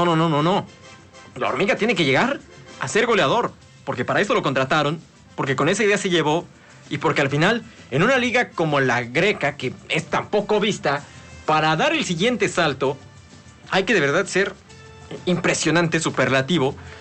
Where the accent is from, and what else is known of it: Mexico